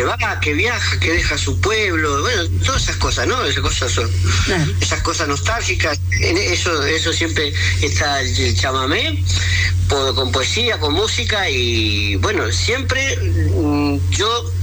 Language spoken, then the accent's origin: Spanish; Rosario, Santa Fe, Argentina; also born or lived in Nogoyá, Entre Ríos, Argentina; now in Andalusia, Spain; yo, donde yo me crié, yo nací en Entre Ríos, en Nogoyá, donde yo me crié en Villa Diego, en Rosario, se quita de Rosario.